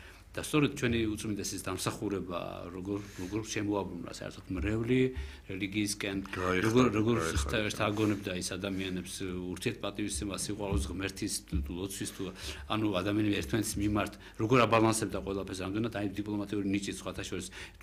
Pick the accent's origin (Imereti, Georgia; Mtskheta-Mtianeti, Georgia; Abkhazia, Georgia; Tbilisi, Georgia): Tbilisi, Georgia; მე დავიბადე და გავიზარდე მეიდანში, მეიდნელი ვარ მე და უბრალოდ იმ ძველ თბილისში, სადაც იმ 100 მეტრის რადიუსში სადაც მე ცხოვრობდი